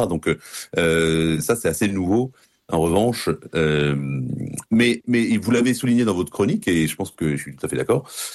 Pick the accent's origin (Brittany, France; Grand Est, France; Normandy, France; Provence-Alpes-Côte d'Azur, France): Brittany, France; Et je me souviens d'avoir vu chez moi en Bretagne le brave curé qui voulait parler des vocations